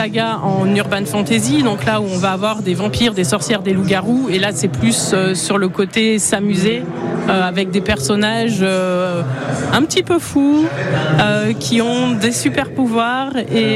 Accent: Grenoble, Auvergne-Rhône-Alpes, France; moved away as an adult; also born or lived in Martinique; now in Bordeaux, France; Oui, tout à fait. Je suis née à Grenoble. J'ai vécu 24 ans. Je suis partie en Martinique. Et quand je suis rentrée sur Bordeaux.

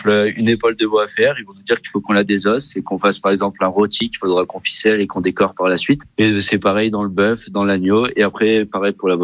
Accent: Bas-en-Basset, Auvergne-Rhône-Alpes, France; j'ai grandi à Bassan-Bassé.

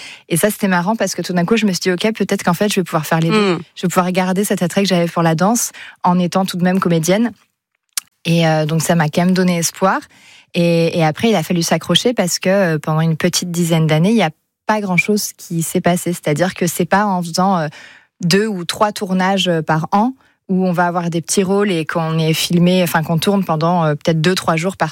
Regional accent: Béziers, Occitanie, France; j'ai grandi à Béziers, j'étais juste à côté.

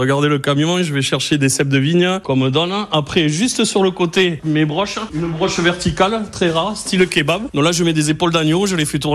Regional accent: Roussillon, Occitanie, France; born there; moi, je suis né à Tannée, à la Roussillonnaise, à côté du stade Gibraltar, résiste comme je suis. Donc voilà, bien sûr que je suis catalan quand même.

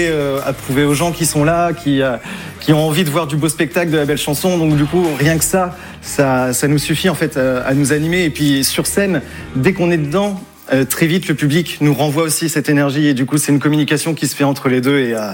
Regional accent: Normandy, France; on vient de Normandie

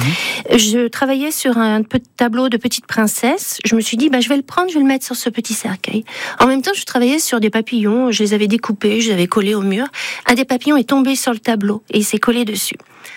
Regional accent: Auvergne-Rhône-Alpes, France; born there; also born or lived in Philippines; Je suis née en Haute-Savoie.

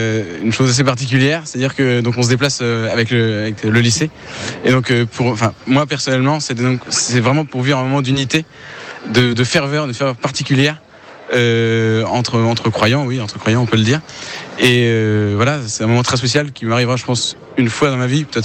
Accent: Poitiers, Nouvelle-Aquitaine, France; Donc, on vient de Poitiers. Donc, ça fait 350 kilomètres environ.

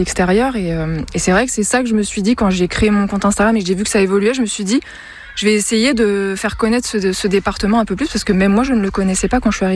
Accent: Paris, Île-de-France, France; Je viens de Paris j'ai rencontré un agriculteur aujourd'hui.

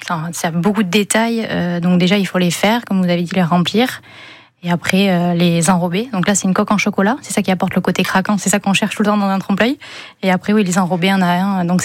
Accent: Nouvelle-Aquitaine, France; Je viens de Habitain, c'est une commune à côté de Sauveterre de Béarn.

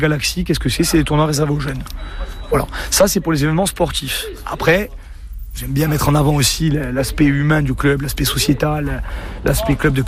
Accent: Bastia, Corsica, France; j'ai grandi à Togg, je suis un enfant de Togg, alors j'étais sur la partie Bastia, parce que Togg est un quartier qui est divisé en deux, partie Bastia, partie ville

